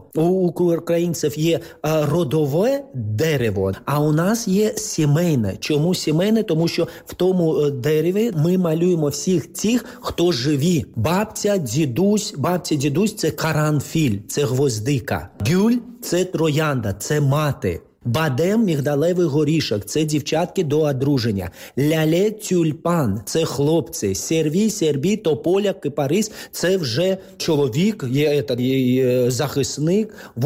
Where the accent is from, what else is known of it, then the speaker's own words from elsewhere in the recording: Crimea, Ukraine; Ми з Криму довше, ніж з півдня, тому що з півдня почали вимушено виїжджати з рідних своїх гнізд, рідної землі з 22-го. Ми кримські татари з 14-го року.